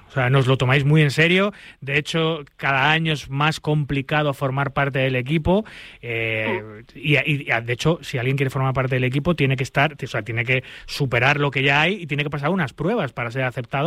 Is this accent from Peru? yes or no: no; Spain; yo soy español, aquí quieres que te gane, ¿no?